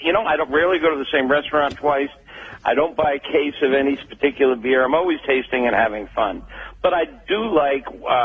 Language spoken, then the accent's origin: English; Florida, United States; I was raised in Florida. I'm a University of Florida Gator